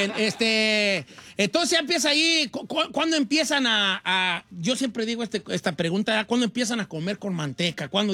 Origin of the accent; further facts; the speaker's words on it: Guanajuato, Mexico; Yo también soy de Guanajuato.